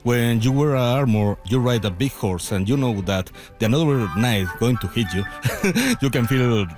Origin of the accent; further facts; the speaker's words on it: Mexico City, Mexico; We're from Mexico City